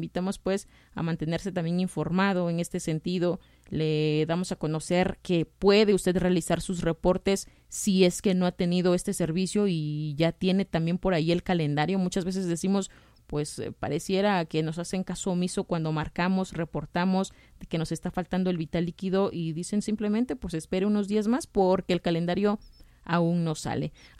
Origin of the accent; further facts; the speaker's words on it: Oaxaca, Mexico; somos oaxaqueños